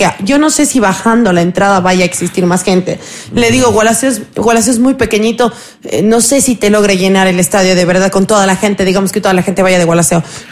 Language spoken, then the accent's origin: Spanish; Argentina; Yo como argentina me puedo burlar. Pero que alguien de afuera venga a burlarse de mi país...